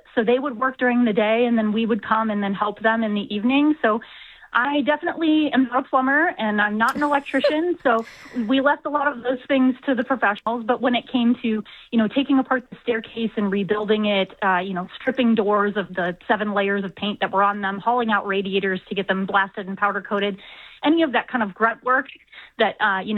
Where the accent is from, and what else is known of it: Columbus, Ohio, United States; born or raised there; also born or lived in Baltimore / San Francisco / Cincinnati / Chicago; now in Detroit, United States